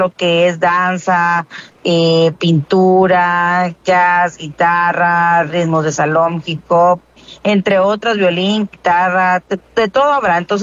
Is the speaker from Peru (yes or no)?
no; Mexico; la manera de podernos unir como mexicanos